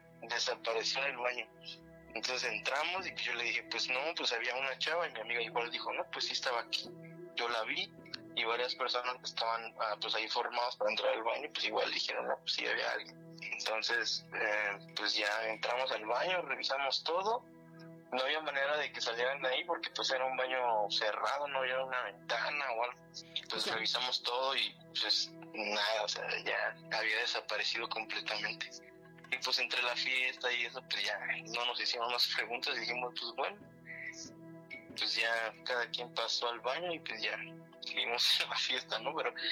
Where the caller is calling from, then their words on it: Querétaro, Mexico; Desde Querétaro, Querétaro